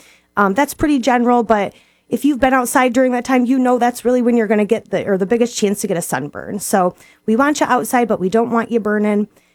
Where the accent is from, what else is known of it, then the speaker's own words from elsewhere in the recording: Onaway, Michigan, United States; now in Sheboygan, United States; I'm a board-certified dermatologist, and I grew up in Onaway, actually. Traveled around a little bit. First, I was at Lake Superior State, then Michigan State, and then at Beaumont